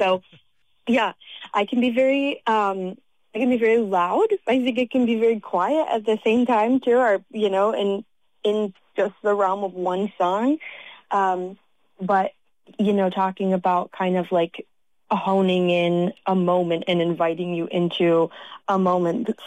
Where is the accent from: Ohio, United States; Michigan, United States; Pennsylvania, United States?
Michigan, United States; Leelanau County; moved away as an adult; also born or lived in Boston / Valencia, Spain / Nashville; I grew up in Leelanau County with parents and family that really appreciate folk and roots music.